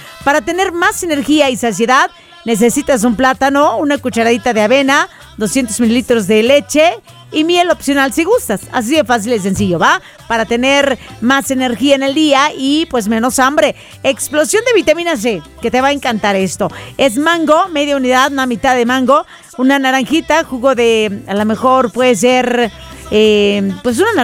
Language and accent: Spanish; Mazatlán, Sinaloa, Mexico; Yo soy marinera y soy de Mazatlán, Sinaloa. Bendita tierra de bandas y de gente trabajadora.